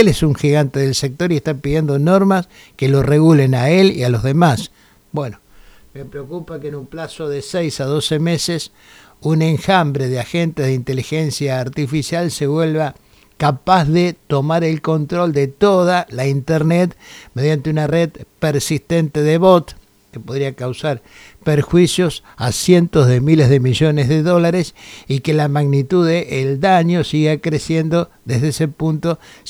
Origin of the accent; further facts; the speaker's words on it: Argentina